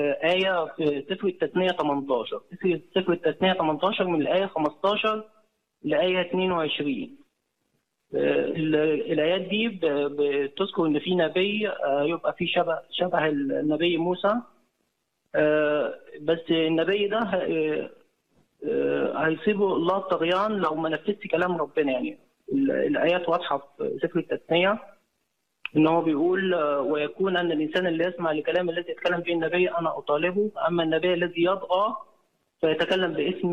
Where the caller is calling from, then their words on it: Cairo, Cairo Governorate, Egypt; من القاهرة